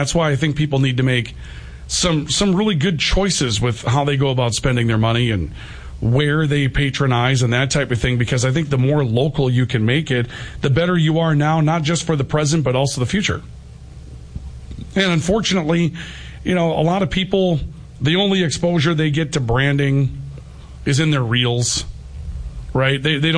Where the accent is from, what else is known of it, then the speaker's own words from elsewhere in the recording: Valley City, North Dakota, United States; I remember growing up in Valley City and we didn't have any fast food restaurants.